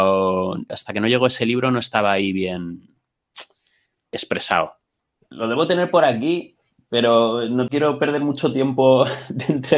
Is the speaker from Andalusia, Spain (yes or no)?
no; Madrid, Community of Madrid, Spain; born there; Yo nací en Madrid.